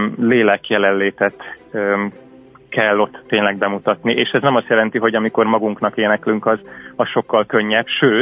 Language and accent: Hungarian; Lenti, Zala, Hungary; born or raised there